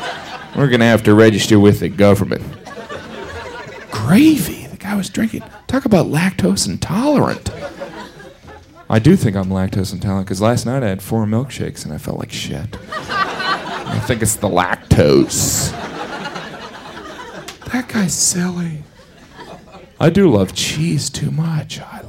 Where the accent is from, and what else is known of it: Indiana, United States; born or raised there